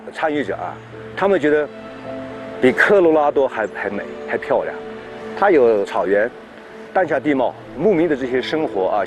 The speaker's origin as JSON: {"language": "Chinese", "country": "China", "said": "我们中国人"}